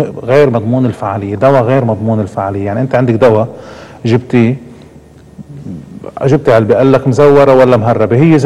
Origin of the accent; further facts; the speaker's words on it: Lebanon; اليوم عندنا بلبنان المريض بيروح عند الحكيم،